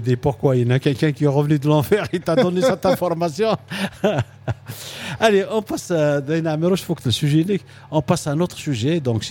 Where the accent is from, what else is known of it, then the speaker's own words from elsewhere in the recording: Algeria; now in France; nous, les Algériens